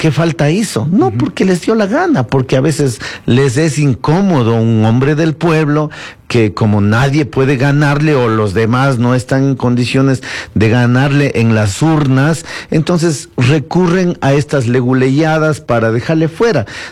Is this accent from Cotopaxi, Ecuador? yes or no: no; Quito, Pichincha, Ecuador; la gente sabe que soy de Quito, la gente sabe que he votado aquí